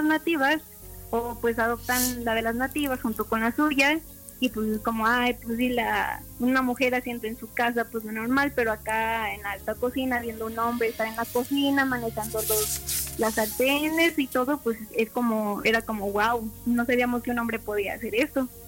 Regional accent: San Luis Potosí, Mexico; en la dieta de todos los que hoy en día somos mexicanos y potosinos.

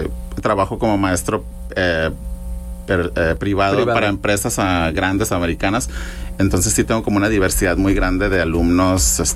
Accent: Mexico; also born or lived in Trinidad and Tobago; yo nací en Trinidad y Tobago, uh-huh, pero mi mamá es de Sonora. Uh-huh. Y mi mamá es blanca, digamos, mexicana blanca sonorense.

